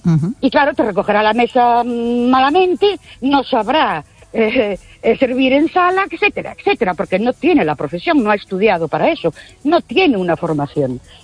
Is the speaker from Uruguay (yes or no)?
no; Ourense, Galicia, Spain